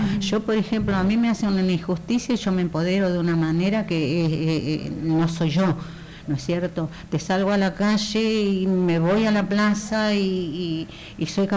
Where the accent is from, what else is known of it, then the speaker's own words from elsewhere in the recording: Buenos Aires, Argentina; Yo vivo en la provincia de Buenos Aires, yo soy criada acá en Barrio Norte, acá una cuadra, en el Montevideo, 955, nací, me crié, fui al colegio primario Onésimo Leguizamón